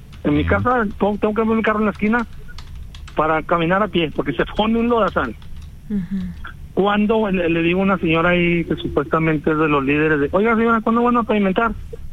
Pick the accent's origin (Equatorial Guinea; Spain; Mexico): Mexico; Monclova, Coahuila; Aquí no sé dónde, en la ciudad de Monclova, no, somos de Monclova.